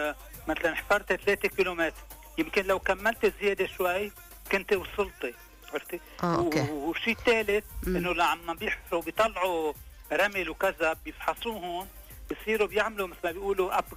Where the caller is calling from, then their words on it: Beirut, Beirut Governorate, Lebanon; انا من بيروت